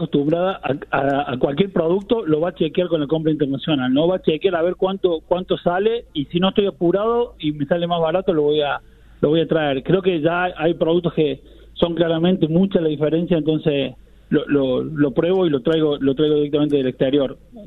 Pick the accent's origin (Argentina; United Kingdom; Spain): Argentina; Oncativo, Córdoba; moved away; me crié en Uncativo, donde son los mejores salames